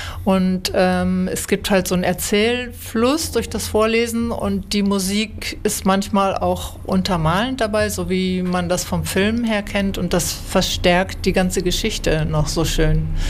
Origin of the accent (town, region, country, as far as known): Hamburg, Germany; now in Bremen, Germany